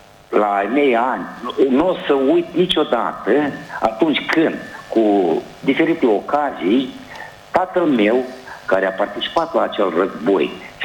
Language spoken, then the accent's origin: Romanian; Căușeni, Căușeni District, Moldova; Sunt de la Căușeni și am urmărit emisiunea noastră